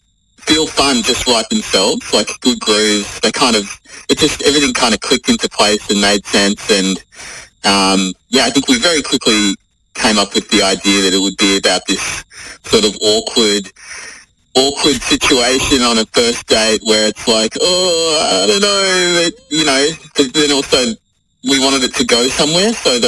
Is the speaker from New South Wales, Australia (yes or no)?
no; Melbourne, Victoria, Australia; I am from Melbourne, yep.